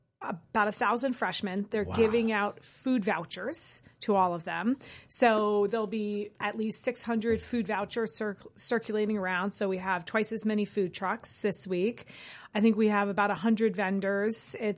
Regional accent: the South, United States; moved away; which I'm from the South

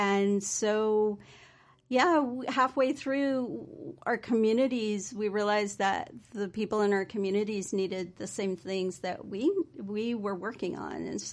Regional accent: Honduras; moved away; So I think an important part of my path has been that I'm an immigrant from Honduras, and I grew up with a certain, I would say, indigenous somatics, as well as like dream work and just connection to nature.

